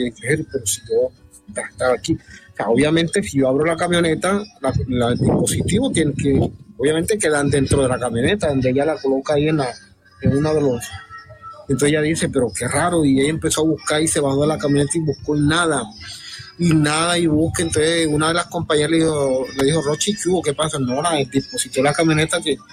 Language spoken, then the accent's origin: Spanish; Lorica, Córdoba, Colombia; now in Sincelejo, Colombia; Yo soy de Lorica, Córdoba. Lorica del departamento de Córdoba.